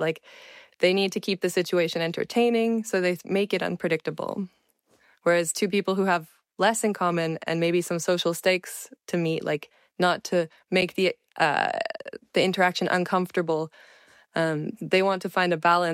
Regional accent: Canada; I'm from Canada."

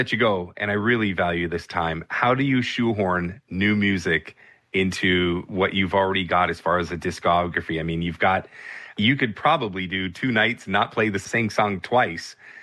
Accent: Canada; There's something to be really proud of as a Canadian.

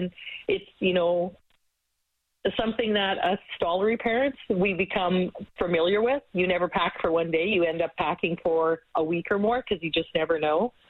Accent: Fort McMurray, Alberta, Canada; So, you know, you mentioned before we're from Fort McMurray. So it was our Fort McMurray doctor that found that he had an enlarged heart.

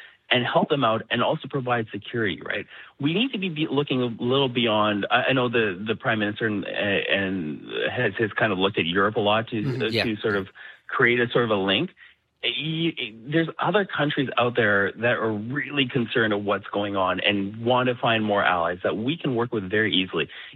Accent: Canada; You know, as a Canadian, we need to be, you know, working on trying to deal with the trade war

